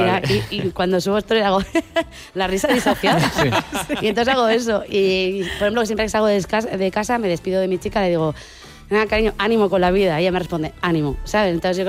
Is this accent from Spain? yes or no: yes; Burgos, Castile and León, Spain; Soy de Burgos